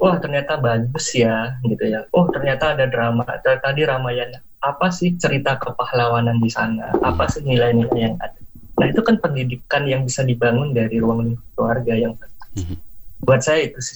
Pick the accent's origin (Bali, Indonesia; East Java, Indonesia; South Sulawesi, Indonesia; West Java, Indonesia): Bali, Indonesia; Misalkan saya orang Bali